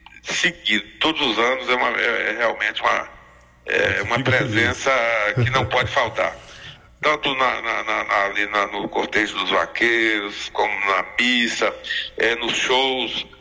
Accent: Lagoa Real, Bahia, Brazil; Porque a gente é de Lagoa Real e quer o melhor para a nossa terra.

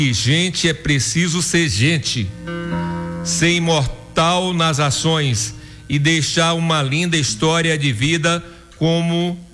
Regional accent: Montalvânia, Minas Gerais, Brazil; also born or lived in Belo Horizonte; Nasci em Belo Horizonte e cresci em Montalvânia, ouvindo as narrativas orais e vivenciando as lutas do seu fundador, meu pai

